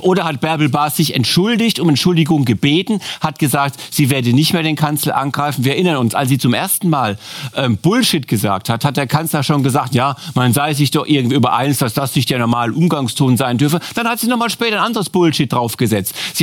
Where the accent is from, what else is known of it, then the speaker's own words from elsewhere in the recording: Germany; als Deutscher und Staatszahler.